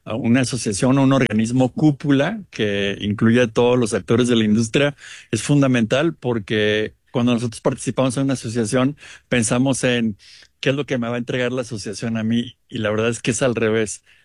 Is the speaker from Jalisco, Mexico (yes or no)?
yes; Guadalajara, Jalisco, Mexico; Entonces, yo vengo de Guadalajara, Giselle viene de México